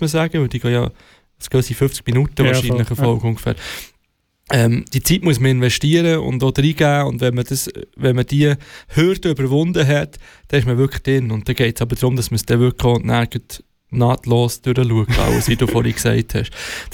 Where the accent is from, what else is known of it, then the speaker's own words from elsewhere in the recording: Switzerland; Als Schweizer Bürger, Bürgerin.